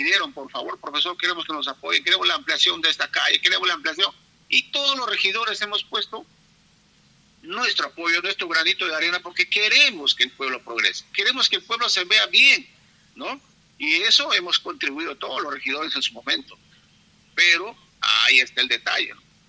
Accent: Tocache, San Martín, Peru; born there; soy de Tocache, vivo en Tocache, soy un profesional hecho en Tocache, mis hijos son de Tocache, mis padres son de Tocache

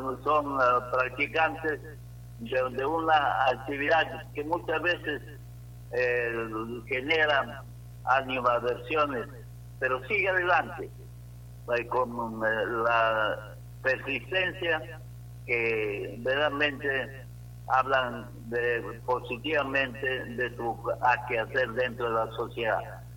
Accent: Huarmaca, Piura, Peru; de mi tierra, de Huarmaca

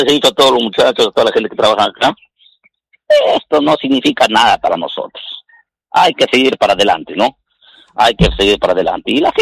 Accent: Huarmaca, Piura, Peru; now in Nueva Cajamarca, Peru; yo soy natural de Huarmaca, Piura.

